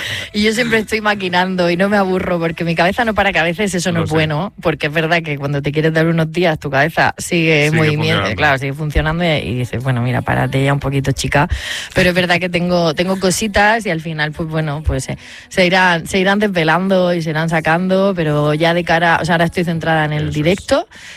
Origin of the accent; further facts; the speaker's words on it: Murcia, Region of Murcia, Spain; moved away; also born or lived in Madrid; en mi Murcia querida